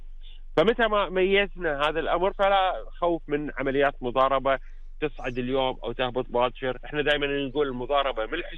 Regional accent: Kuwait

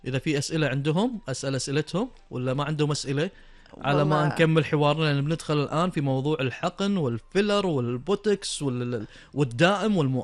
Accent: Kuwait

